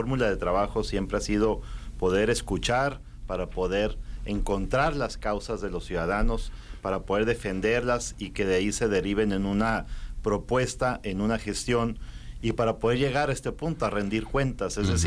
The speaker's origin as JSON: {"language": "Spanish", "town": "Cananea", "region": "Sonora", "country": "Mexico", "said": "Cananea, entonces Cananea. Ahorita estamos enlazados con mis amigas y mis amigos, mis paisanos, un saludo para toda la región de Cananea, Naco y puntos circunvecinos."}